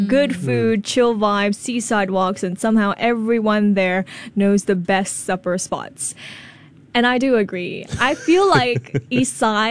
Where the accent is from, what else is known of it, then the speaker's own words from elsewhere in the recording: Woodlands, North Region, Singapore; And no hate here, because I grew up in Woodlands.